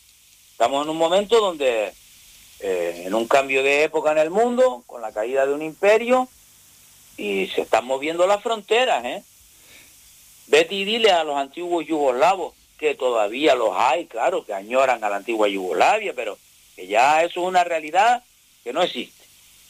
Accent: Canary Islands, Spain; si no nos plantamos los canarios en defensa de Ceuta y Melilla

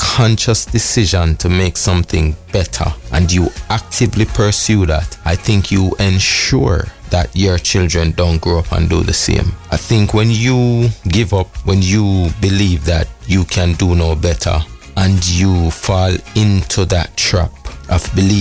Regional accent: Jamaica; I am from Jamaica. We grew up looking at people of African descent in positions of leadership.

